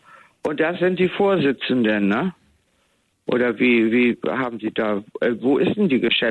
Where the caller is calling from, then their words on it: Tostedt, Lower Saxony, Germany; ich komme hier aus Tosted, 21255 ist meine Postleitzahl